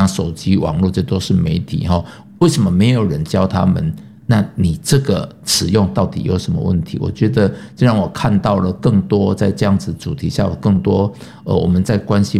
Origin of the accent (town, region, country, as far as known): Taiwan